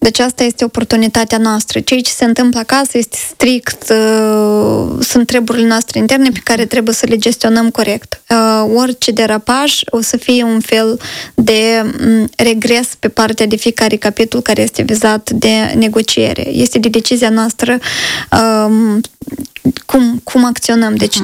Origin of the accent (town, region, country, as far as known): Moldova